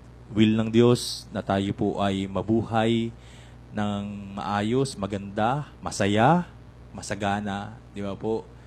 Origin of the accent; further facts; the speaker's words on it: Roxas, Mimaropa, Philippines; Taga-Lagban ako, malapit lang ako sa dagat.